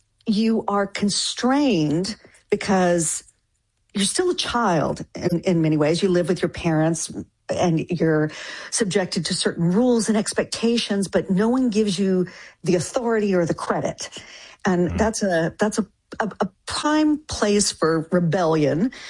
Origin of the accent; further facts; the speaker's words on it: Denton, Texas, United States; fictionalized account of my hometown, which is Denton, Texas. But when I lived there, you know, it was very small.